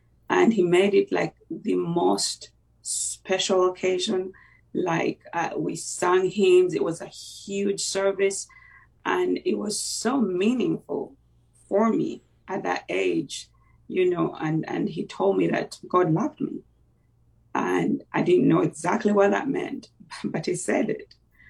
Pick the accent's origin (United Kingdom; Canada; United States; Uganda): Uganda; first language Luganda; English is a second language; my native language in Luganda.